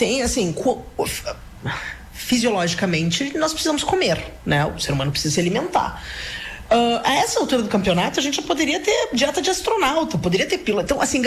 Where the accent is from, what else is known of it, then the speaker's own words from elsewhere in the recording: Caxias do Sul, Rio Grande do Sul, Brazil; also born or lived in São Marcos; Eu sou nascida em São Marcos, cresci em Caxias do Sul, então tem uma conexão com a Serra muito forte.